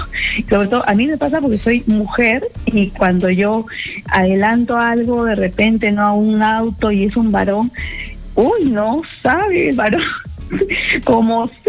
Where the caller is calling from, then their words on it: Chaclacayo, Lima, Peru; Estoy llamando desde Chaclacayo.